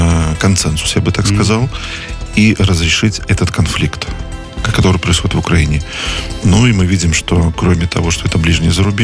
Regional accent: Vitebsk Region, Belarus; Ну, я сам родом из Витебской области.

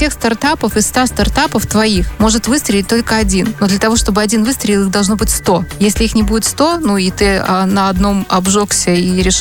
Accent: Belarus

